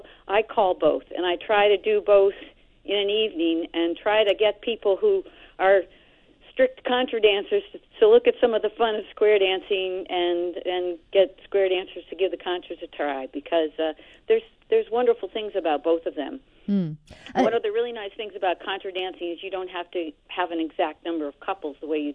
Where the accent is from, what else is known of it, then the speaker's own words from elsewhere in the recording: Vermont, United States; I'm a caller from Southern Vermont. I live in West Townsend. I grew up in this area.